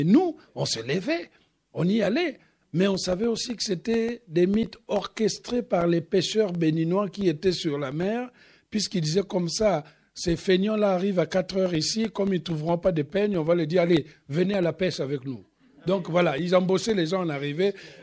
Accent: Pointe-Noire, Republic of the Congo; moved away as an adult; also born or lived in Europe / United States; Quand j'ai quitté Pointe-Noire, j'avais 19 ans. Donc j'ai plus aujourd'hui vécu en Europe et aux États-Unis que dans ma ville. Donc évidemment, quand je suis revenu à Pointe-Noire en 2012

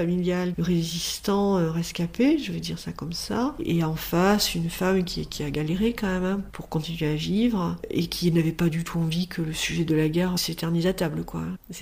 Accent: Ussel, Nouvelle-Aquitaine, France; also born or lived in Bergerac / Étampes / Bordeaux; Donc je suis née à Bergerac, après j'ai vécu à Étampes dans la région parisienne, puis après à Bordeaux, et puis quand on a quitté Bordeaux, on a été à Ussel, en Corrèze.

